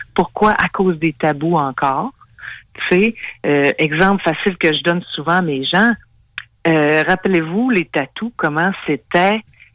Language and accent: French; Saguenay, Quebec, Canada; on vient du Saguenay